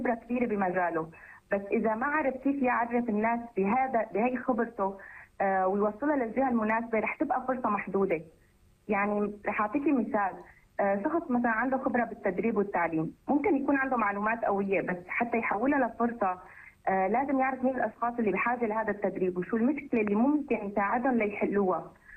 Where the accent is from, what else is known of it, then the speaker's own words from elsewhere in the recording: Syria; عندنا في سوريا